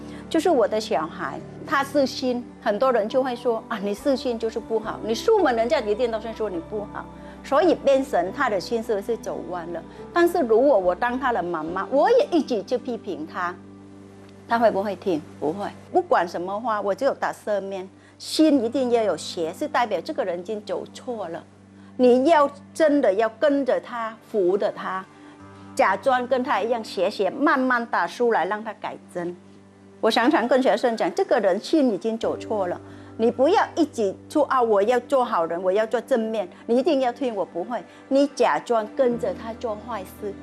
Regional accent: Vietnam; Chinese is a second language; now in Taiwan

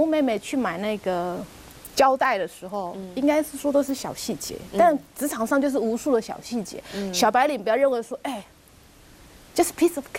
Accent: Taiwan; moved away as an adult; 尤其我自己也是土生土长的台湾人

